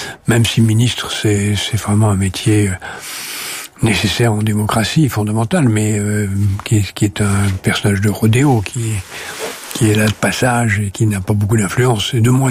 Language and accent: French; Algiers, Algiers Province, Algeria; born there; moved away; also born or lived in France; Non, je suis né en France. À Alger, en France.